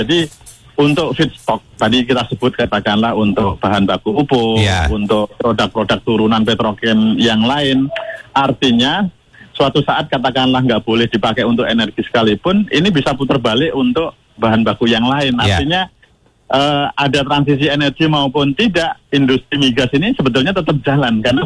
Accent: Bojonegoro, East Java, Indonesia; Kebetulan saya dari Bojonegoro, Mas.

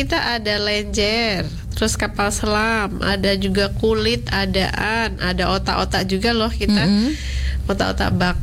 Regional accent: Java, Indonesia; now in Magetan, Indonesia; Enggak loh, Mas, aku orang Jawa.

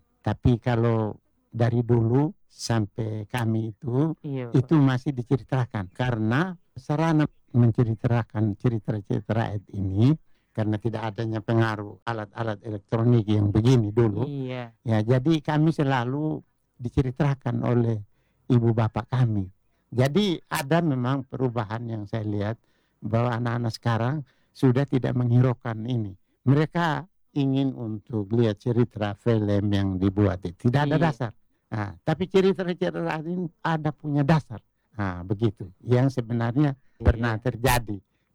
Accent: East Nusa Tenggara, Indonesia; sikap perilaku kita sebagai orang Sabu terlihat di dalam diri kita.

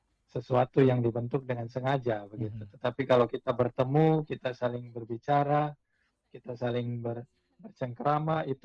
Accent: Kupang, East Nusa Tenggara, Indonesia; saya lahir dan besar di Kota Kupang.

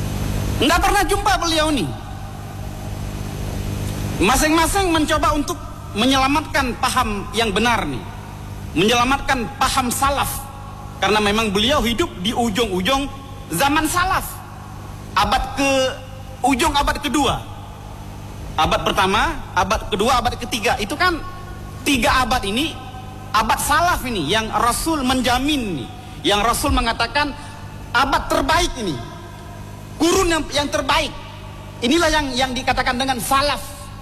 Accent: Aceh, Indonesia; Khususnya kita orang Aceh

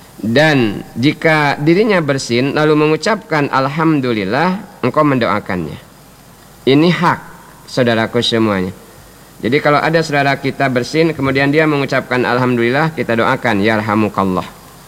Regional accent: Bangka Belitung Islands, Indonesia; Jadi kita, kata kita orang Bangka, sekawayo memetik buah tersebut semau kita.

